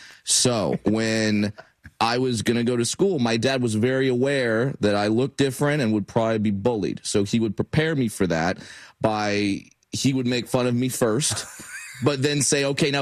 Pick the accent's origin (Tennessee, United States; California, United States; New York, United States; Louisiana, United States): California, United States; And growing up in Orange County, about a 75% chance of getting that one right.